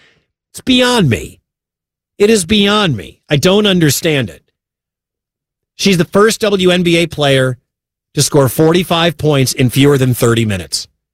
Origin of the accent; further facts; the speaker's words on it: Detroit, Michigan, United States; now in West Des Moines, United States; My wife is from this part of town. I'm not from here. I'm from Detroit.